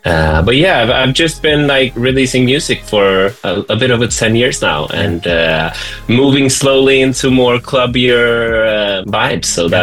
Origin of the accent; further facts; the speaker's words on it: Stockholm, Stockholm County, Sweden; But yeah, I'm from Stockholm, Sweden.